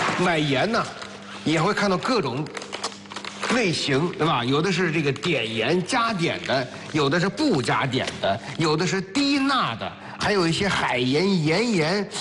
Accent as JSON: {"language": "Chinese", "region": "Anhui", "country": "China", "said": "尤其我们安徽人的徽菜特别重油重盐，"}